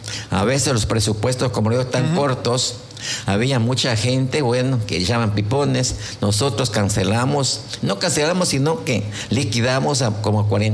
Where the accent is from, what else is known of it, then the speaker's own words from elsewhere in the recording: Quevedo, Los Ríos, Ecuador; Y somos ecuatorianos hasta el último